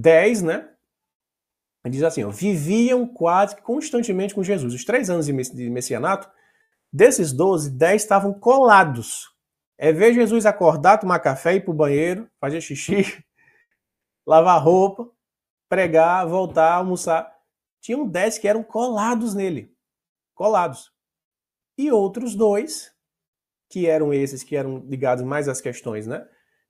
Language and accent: Portuguese; Paraíba, Brazil; eu sou da Paraíba